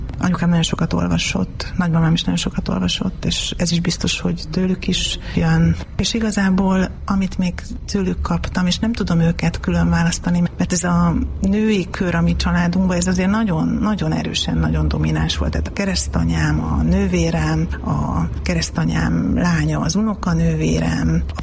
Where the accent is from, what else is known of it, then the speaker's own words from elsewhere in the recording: Tiszaföldvár, Jász-Nagykun-Szolnok, Hungary; Tiszaföldváron születtem, és én vagyok a családnak az ötödik lánya. Apukám és anyukám második házasságába születtem, és Földvár egy tiszaparti kisváros. Vannak nagyon szép emlékeim onnan